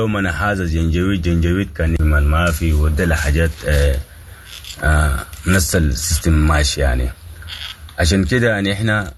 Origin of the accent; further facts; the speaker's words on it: Sudan; moved away; نحن قاعدين نتابعوا كسودانيين وفقدنا الوطن